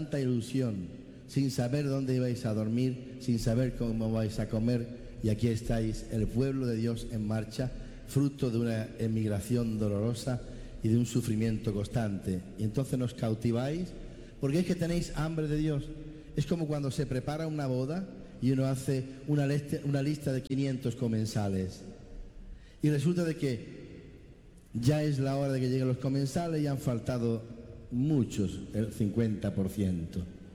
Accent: Spain; los que venimos de España tan lejos

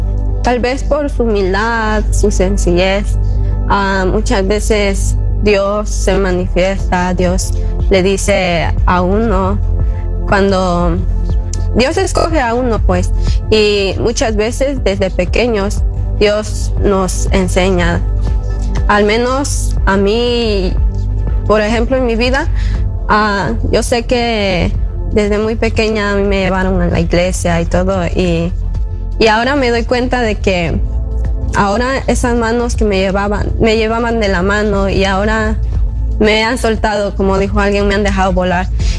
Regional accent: Guatemala; now in Canoga Park, Los Angeles, United States; Soy de Guatemala, pero vengo de Canoga. Estoy viviendo en Canoga.

